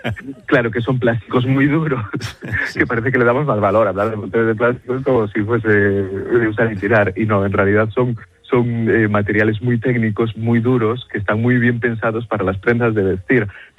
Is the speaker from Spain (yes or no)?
yes; Galicia, Spain; Que bueno, yo como gallego tengo que reivindicar la ostra gallega como calidad